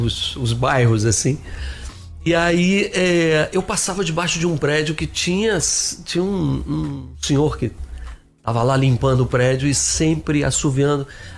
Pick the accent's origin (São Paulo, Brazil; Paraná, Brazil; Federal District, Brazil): Federal District, Brazil; Brasília; moved away as an adult; now in Rio de Janeiro, Brazil; Nós somos cariocas e... Eu acabei crescendo lá. Eu fui com 3 anos de idade para Brasília. Então, e saí de lá com 21, para voltar para as origens, para o Rio ali.